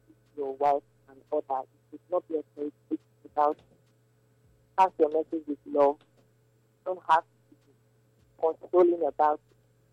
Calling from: Benin; from Benin.

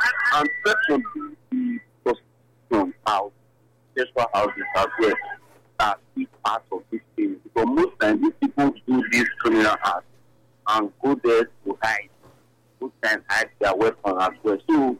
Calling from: Edo, Nigeria; Calling from Enyaram.

